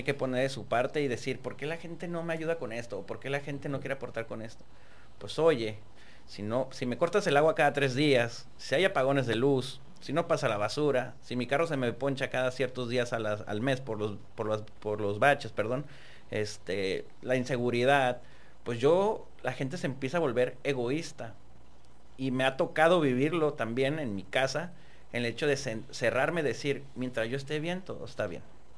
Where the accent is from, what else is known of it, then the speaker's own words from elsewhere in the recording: Tijuana, Baja California, Mexico; Yo nací en Tijuana, fui creado en Tijuana, así siempre les digo. Yo nací en Tijuana, fui criado y creado en Tijuana. Mis papás vienen de otros estados, pero yo soy 100% orgulloso tijuanense.